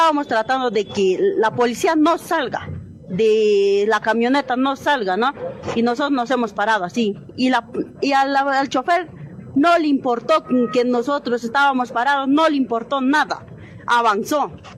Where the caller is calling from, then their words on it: Huasahuasi, Junín, Peru; de mi pueblo, que somos nosotros, somos guasaguacinos